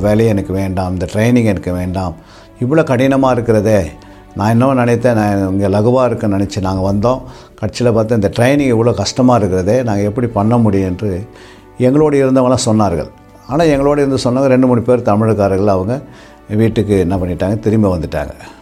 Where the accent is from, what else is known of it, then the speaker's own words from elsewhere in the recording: Tamil Nadu, India; என்னுடைய சொந்த ஊர் அரக்கோணம் என்ற பகுதியிலே சில்வர்பட்டு கிராமத்திலே நான் 1964 பிறந்து